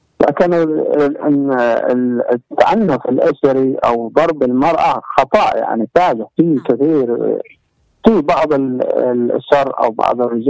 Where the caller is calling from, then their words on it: Hadramaut, Yemen; من حضرموت.